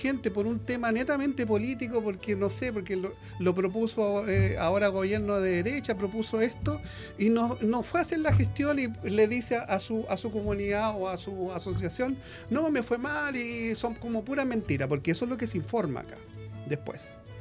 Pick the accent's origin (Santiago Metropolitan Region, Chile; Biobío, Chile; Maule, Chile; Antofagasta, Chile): Santiago Metropolitan Region, Chile; Santiago; moved away as an adult; now in San Vicente, Chile; yo, como santiaguino de tomo y lomo, viviendo del 2019 acá.